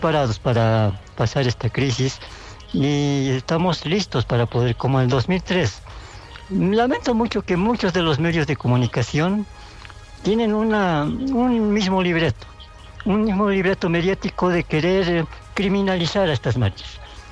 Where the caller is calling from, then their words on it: Viacha, La Paz, Bolivia; Llamo desde Viacha